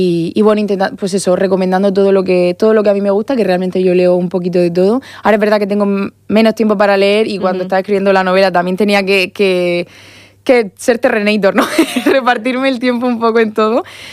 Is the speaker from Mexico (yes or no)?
no; Region of Murcia, Spain; como yo soy aquí de Murcia